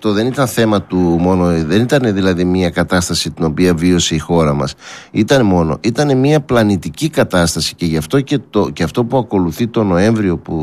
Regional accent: Greece; σαν Έλληνες

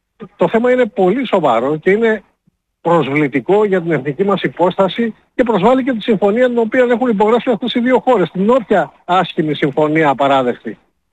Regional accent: Greece; σαν Έλληνας και σαν άνθρωπος που έχω σχέση με τη Μακεδονία.

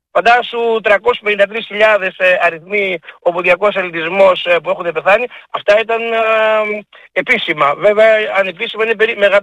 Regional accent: Pampalio, Western Greece, Greece; 19η Μαΐου το χωριό μου τον Παμπαλιό και γενικά την Έτωλο Ακαρνανία

